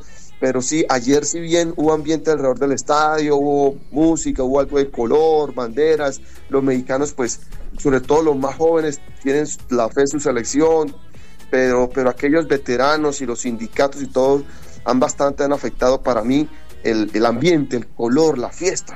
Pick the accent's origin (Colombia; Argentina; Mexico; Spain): Colombia